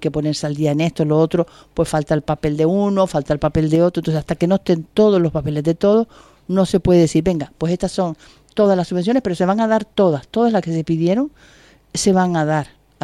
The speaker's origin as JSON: {"language": "Spanish", "town": "Santa Brígida", "region": "Canary Islands", "country": "Spain"}